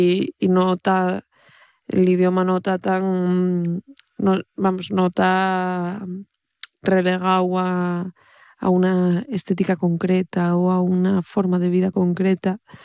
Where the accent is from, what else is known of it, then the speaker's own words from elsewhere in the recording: Oviedo, Asturias, Spain; soy de Ubiéu, en realidad, quiero decir